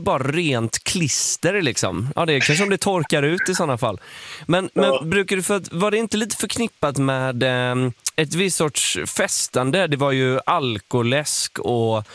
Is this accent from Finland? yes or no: no; Gothenburg, Västra Götaland County, Sweden; den stilen som vi i Göteborg kallade för Partille Johnny.